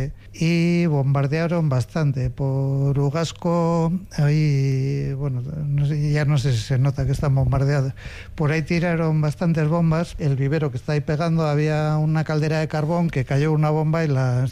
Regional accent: Bilbao, Basque Country, Spain; born there

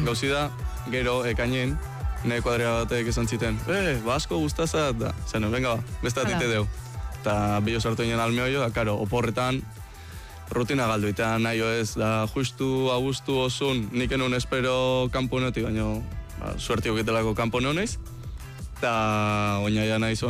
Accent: Azpeitia, Basque Country, Spain; oso azpeiterra naiz

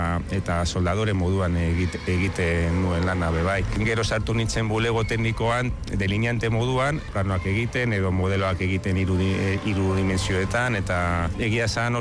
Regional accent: Barakaldo, Basque Country, Spain; now in Larrabetxu, Spain; Barakaldokoa naiz, azken urteetan Larrabetxun bizi naiz.

